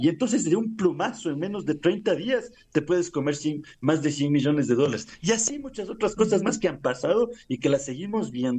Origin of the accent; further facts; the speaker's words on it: Ecuador; Entonces, a estas alturas, como ecuatorianos, ya tenemos que preguntarnos si realmente al gobierno le interesa resolver este problema